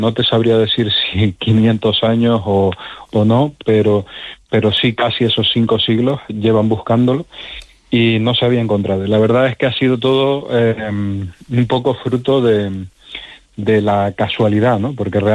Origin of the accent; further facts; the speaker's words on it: Canary Islands, Spain; Bueno, soy canario, o sea, que subimos y bajamos todos los días a la montaña. Las islas son muy, muy escarpadas y yo vivo en Tenerife y tenemos el Teide, son casi 4.000 metros.